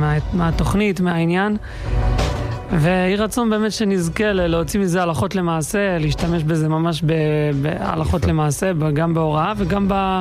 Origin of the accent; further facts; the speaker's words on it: Elad, Central District, Israel; אני מאלעד.